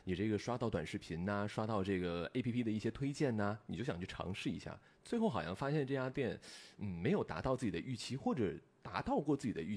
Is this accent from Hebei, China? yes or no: no; Jiangxi, China; 他妈妈的老家就在我老家